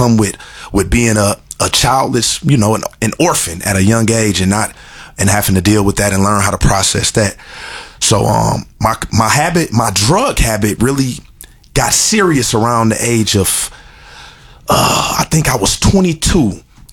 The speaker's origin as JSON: {"language": "English", "region": "Michigan", "country": "United States", "said": "I come from Michigan, as we just discussed."}